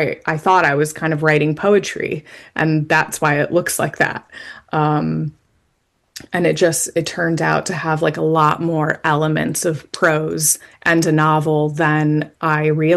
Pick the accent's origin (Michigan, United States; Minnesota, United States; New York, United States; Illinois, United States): Illinois, United States; born or raised there